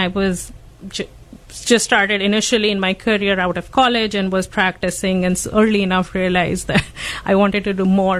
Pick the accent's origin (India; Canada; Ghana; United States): India; born or raised there; moved away as an adult